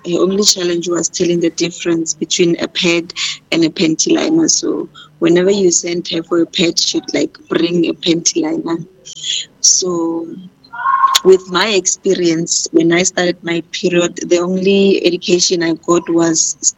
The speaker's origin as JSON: {"language": "English", "area": "North West Province", "region": "North West", "country": "South Africa", "tie": "born or raised there", "said": "I'm born and bred in Makau in the Northwest Province."}